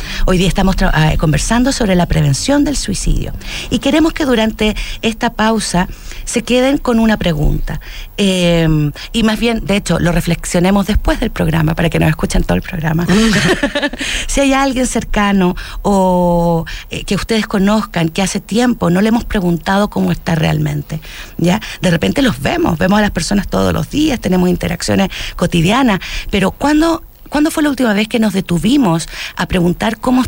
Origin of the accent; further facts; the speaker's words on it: Chile; yo creo que hasta culturalmente como chileno, que es preguntar directamente